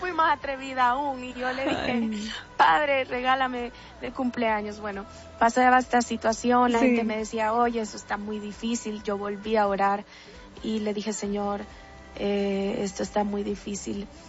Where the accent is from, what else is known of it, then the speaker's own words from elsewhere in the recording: El Salvador; Así es, soy salvadoreña y tengo 19 años